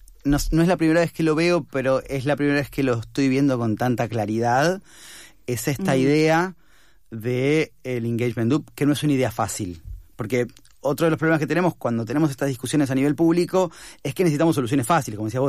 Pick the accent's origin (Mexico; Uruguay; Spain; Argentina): Argentina; entré como argentino primero.